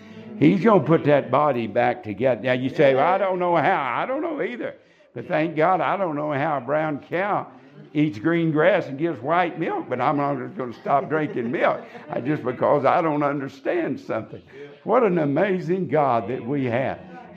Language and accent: English; Texas, United States; I preached in my hometown last Sunday about, as I said, about 50 miles out of Amarillo.